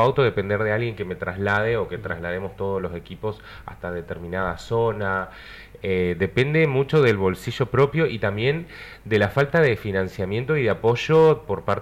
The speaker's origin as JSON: {"language": "Spanish", "town": "Río Gallegos", "region": "Santa Cruz", "country": "Argentina", "also_born_or_lived": "Córdoba", "said": "yo empecé acá en el 2000, yo soy de acá de Río Gallegos"}